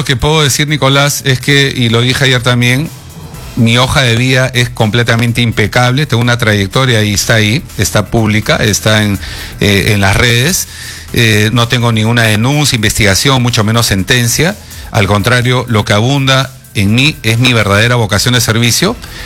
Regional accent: Peru; se dieron cuenta que siendo un peruano desconocido que no está hipotecado con nadie

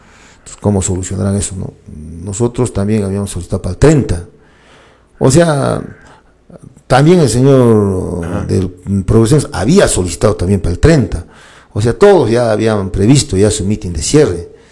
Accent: Calca, Cusco, Peru; a mi pueblo de Calca

